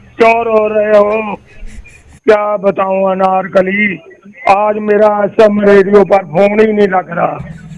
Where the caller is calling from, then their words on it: Jalandhar, Punjab, India; ਆਨੰਦ ਨਗਰ near Maqsudan Jalandhar ਤੋਂ ਬੋਲ ਰਿਹਾ ਜੀ।